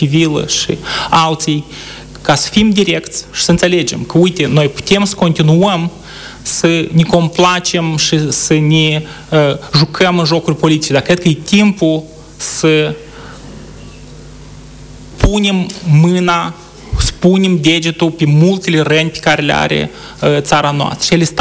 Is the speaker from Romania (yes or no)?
no; Vălcineț, Călărași District, Moldova; Eu sunt un băiat simplu, părinții mei sunt din Călăraș, Vălcineț, acolo am petrecut copilăria și eu cred că asta m-a format ca om.